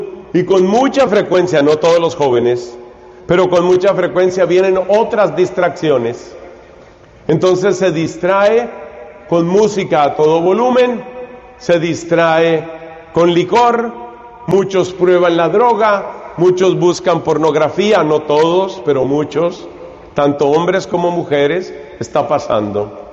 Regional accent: Colombia; Hemos tenido en mi país, Colombia, hemos tenido el caso de varias chicas que han muerto después de operaciones que se hicieron para ser más bonitas.

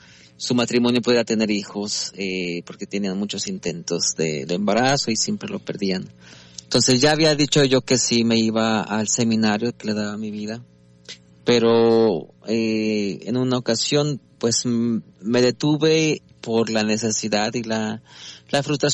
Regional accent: San Juan de los Lagos, Jalisco, Mexico; moved away as an adult; now in United States; Así es, yo soy originario de San Juan de los Lagos, Jalisco.

